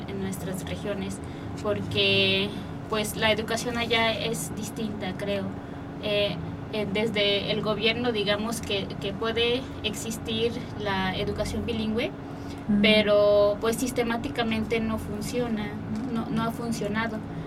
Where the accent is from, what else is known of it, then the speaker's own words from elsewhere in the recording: Chiapas, Mexico; first language Tzotzil; Spanish is a second language; Nosotras somos hablantes de la lengua maya tzotzil y somos originarias de los Altos de Chiapas.